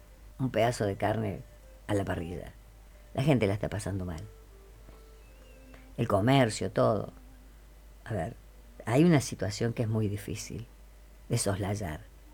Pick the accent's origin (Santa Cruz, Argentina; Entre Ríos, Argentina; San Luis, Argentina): San Luis, Argentina; Los argentinos, yo soy argentina